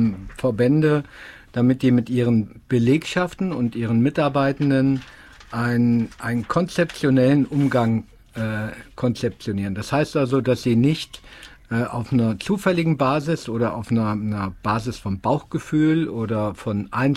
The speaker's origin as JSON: {"language": "German", "town": "Kassel", "region": "Hesse", "country": "Germany", "tie": "born or raised there", "said": "ich bin ein Nordstadtkind, ich bin in der Nordstadt groß geworden"}